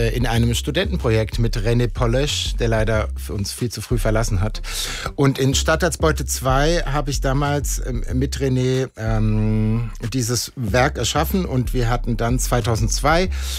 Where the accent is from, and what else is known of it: Germany